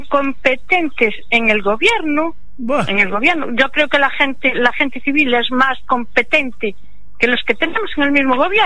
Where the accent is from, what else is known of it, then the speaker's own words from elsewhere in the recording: Galicia, Spain; Sí, mira, soy de Cides de Coruña.